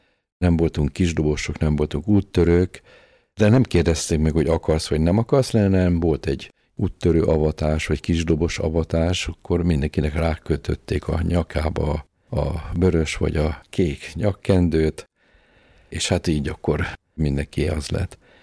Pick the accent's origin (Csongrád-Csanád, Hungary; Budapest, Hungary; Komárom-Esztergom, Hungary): Budapest, Hungary; Várban nőttünk föl.